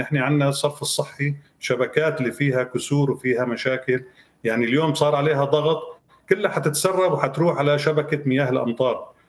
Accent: Aleppo, Aleppo Governorate, Syria; عندنا في حلب

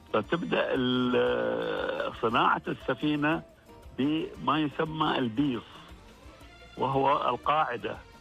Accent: Bahrain; عندنا في البحرين منطقة اسمها النعيم، وهي في السابق كانت تسمى قرية النعيم لكبر مساحتها

